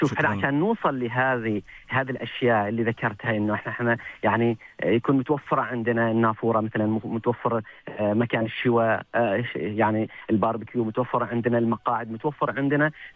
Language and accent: Arabic; Oman; عندنا في سلطنة عمان